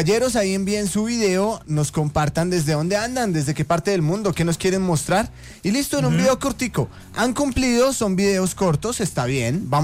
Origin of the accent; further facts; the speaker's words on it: Piedecuesta, Santander, Colombia; born there; moved away; Yo soy de Santander, sí, pero pie de Cuesta.